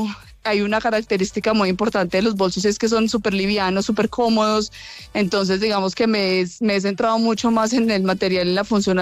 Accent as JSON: {"language": "Spanish", "town": "Manizales", "region": "Caldas", "country": "Colombia", "lives_now": "Bogotá, Colombia", "said": "Hay una feria que no me pierdo, que es la feria de mi ciudad. Yo soy de Manizales y en la feria artesanal en enero llevo más o menos 8 años asistiendo"}